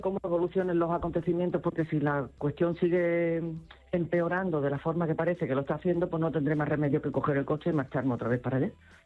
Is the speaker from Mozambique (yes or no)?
no; Ceuta, Spain; born there; now in Caldas de Reis, Spain; Yo digo los ceutis porque yo nací allí, pero que quede claro que mis padres fueron emigrantes gallegos allí y yo sigo siendo gallega, ¿vale? Por parte de padre y de madre. Y tengo aquí mi casa, que es donde estoy ahora, en Caldas de Rey, y mi familia. Y me siento igual de gallega que de ceutí.